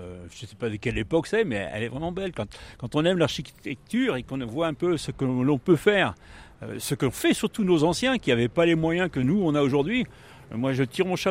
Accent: Saint-Brieuc, Brittany, France; now in Dinan, France; À 60 km de là, donc à 50-60, à Saint-Brieuc. Mais ça n'a pas bougé comme a pu bouger Dinan. Bon, on y habite depuis 40 ans

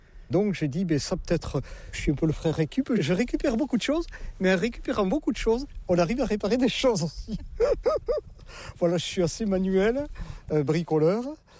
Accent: Landes, Nouvelle-Aquitaine, France; moved away as an adult; Donc, comme vous l'entendez, je ne suis pas de la région, hein, je ne vais pas vous dire. Avec mon accent, je ne suis pas du nord de la Loire, hein, non. Je suis des Landes, du pays de Saint-Vincent-de-Paul. Je suis rentré en fin 89.

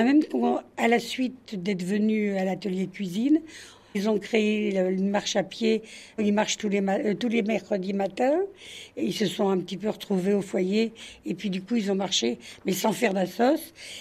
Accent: Paris, Île-de-France, France; now in Île Dorée, France; comme moi je suis parisienne, quand on arrive, c'est vrai que c'est un peu compliqué.

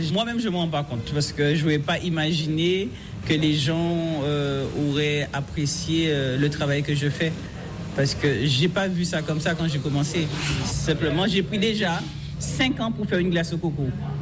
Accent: Guadeloupe; Chez nous, en Guadeloupe, on a 3 couleurs de patates.

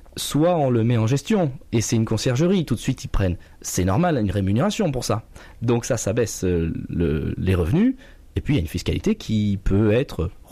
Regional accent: Pays de la Loire, France; Vous avez cité que je viens de l'île de Noirmoutier.

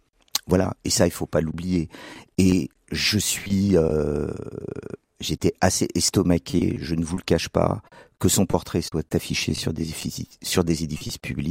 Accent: Auvergne-Rhône-Alpes, France; moved away; je suis ardéchois. Donc je viens de Privas, je viens d'un petit village à côté de Privas.

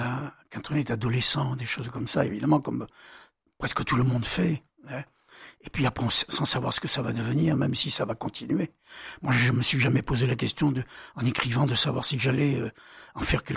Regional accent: Avignon, Provence-Alpes-Côte d'Azur, France; born there; also born or lived in Marseille

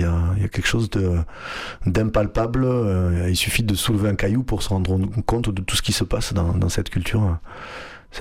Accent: Bédarieux, Occitanie, France; born there; also born or lived in Hauts-Cantons; suis né à Bédarieux mais mes parents sont arrivés l'année de ma naissance, donc j'ai vraiment vécu toute mon enfance là dans les Hauts-Cantons. Dans les Hauts-Cantons.

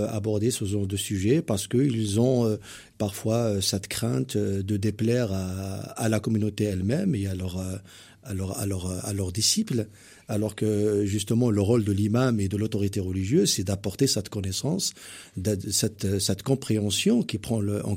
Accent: Casablanca, Casablanca-Settat, Morocco; moved away; Je suis marocain, je suis natif de Casablanca. Je suis de Casablanca.

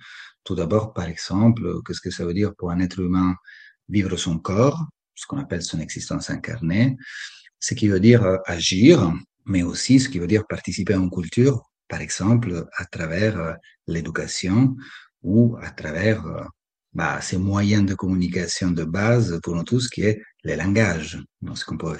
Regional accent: Italy; now in Toulouse, France; je suis italien

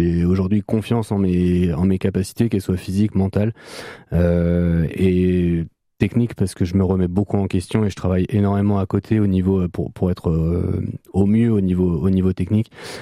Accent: Île-de-France, France; je viens du Val d'Oise

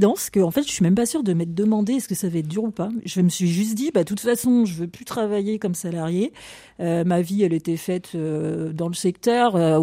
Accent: Sainte-Hermine, Pays de la Loire, France; also born or lived in Luçon; moi, je suis de Saint-Hermine.

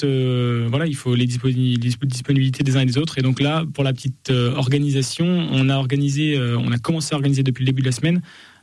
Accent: Chambéry, Auvergne-Rhône-Alpes, France; Je viens de Chambéry.

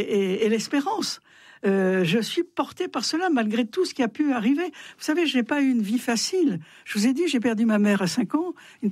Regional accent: France; J'aime profondément la France, je suis une Française

